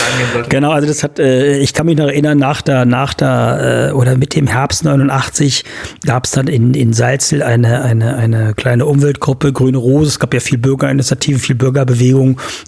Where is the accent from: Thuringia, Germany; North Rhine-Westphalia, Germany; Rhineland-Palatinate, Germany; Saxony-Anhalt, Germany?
Saxony-Anhalt, Germany; Wieblitz; born or raised there